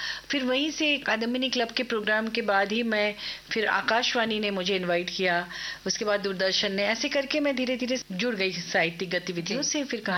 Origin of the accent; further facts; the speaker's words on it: Ranchi, Jharkhand, India; मेरा जन्म रांची में हुआ और यहीं मैं पली बढ़ी हूँ। यहीं से स्कूलिंग भी हुई है, कॉलेज की पढ़ाई भी हुई है। इनफैक्ट मेरे जो दादाजी और हमारे पूर्वज यहाँ के एक तरह से मुझे लगता है डोमिसाइल हम लोगों का है